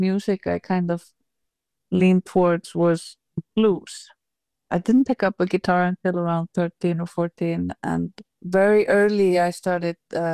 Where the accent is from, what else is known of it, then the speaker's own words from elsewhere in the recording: Reykjavik, Capital Region, Iceland; Yeah, so that's … We're all from Reykjavik, Iceland. It's a band I'm in with my two sisters, … and …